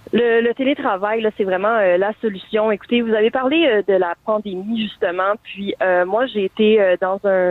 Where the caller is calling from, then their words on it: Laval, Quebec, Canada; Moi, j'habite à Laval.